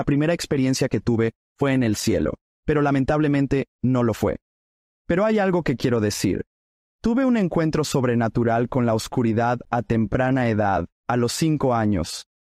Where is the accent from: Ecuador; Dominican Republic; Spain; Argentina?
Dominican Republic; born there; Nací en la República Dominicana, vivía allí y mis padres me dejaron en la casa de mi abuela.